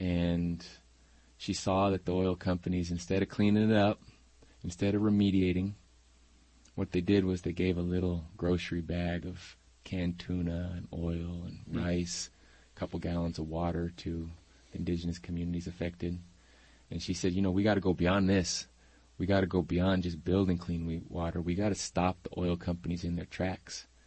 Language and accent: English; San Francisco, California, United States; moved away as an adult; now in Amazon; I'm from San Francisco. Went to school at Berkeley. This is my hometown. And but I moved down to the Amazon about 15 years ago.